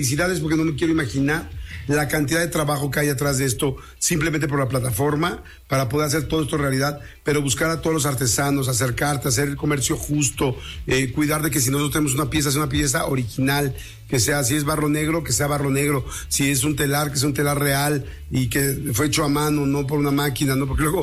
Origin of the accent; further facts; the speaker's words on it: Mexico; y yo como mexicano digo, oye, yo quiero comprar algo, claro, de mis artesanos